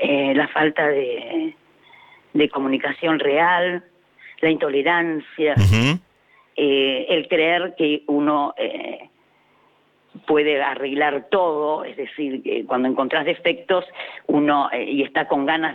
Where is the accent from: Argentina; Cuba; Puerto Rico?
Argentina; Buenos Aires Province; soy de la provincia